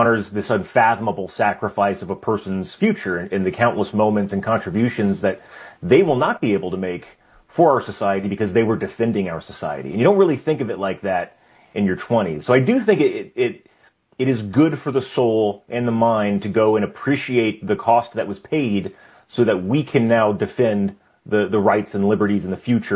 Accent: Texas, United States; 9/11 happened when I was in high school, and I was growing up in Texas at the time, and just about everybody was joining the Marines.

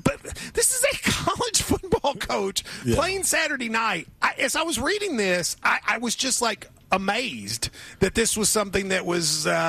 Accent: Appalachia, United States; The difference between mountainers and Southern. I'm a mountainer. I'm Appalachian.

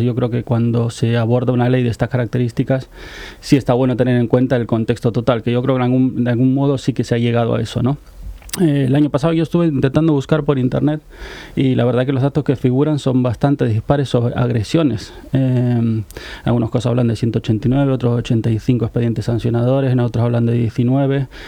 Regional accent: Cantabria, Spain; accent: Cantabrian; me extraño la lluvia cántabra. Yo soy cántabro, como puedes observar por mi acento.

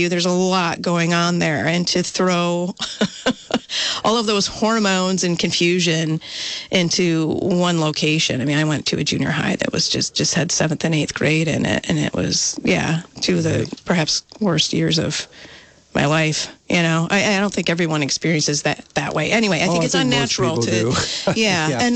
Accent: Michigan, United States; moved away as an adult; now in Vermont, United States; I moved to Vermont in 93. I worked in the fashion and technical footwear industry. I came from Western Michigan, worked for Wolverine Worldwide

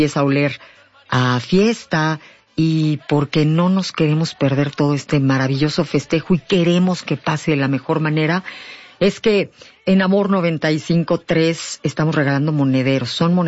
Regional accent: Mexico

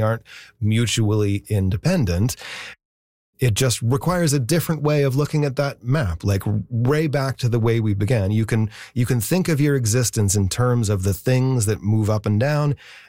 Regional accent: Canada; So we can't get carried away. We're still Canadian here in Vancouver.

